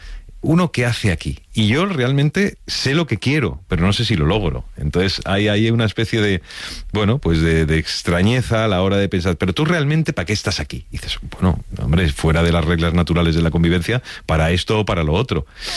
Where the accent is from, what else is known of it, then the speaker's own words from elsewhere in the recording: Spain; mi vida como ciudadano español, con todos los derechos y obligaciones